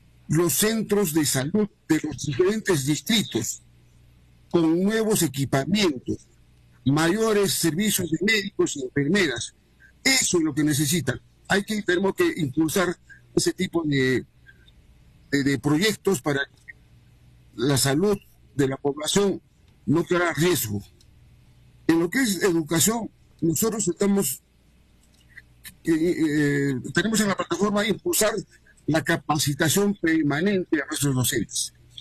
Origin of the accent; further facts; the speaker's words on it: Pucará, Puno, Peru; also born or lived in Lampa; Yo hice mis estudios primarios en una escuela fiscal de la comunidad de San Luis de Colque, que queda marcado al distrito de Pucará. Mi secundario lo estudié en el Colegio Juan Bustamante de Lampa.